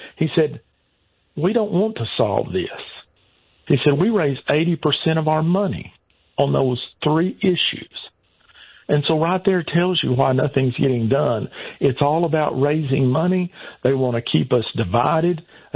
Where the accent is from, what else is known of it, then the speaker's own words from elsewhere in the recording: Oklahoma, United States; I'm from Oklahoma, but I live in a very conservative state.